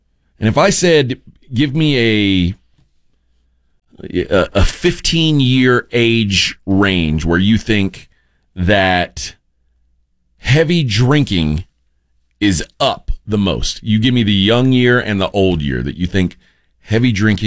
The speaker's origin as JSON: {"language": "English", "town": "Houston", "region": "Texas", "country": "United States", "tie": "born or raised there", "said": "and I grew up in Houston, the greater Houston area."}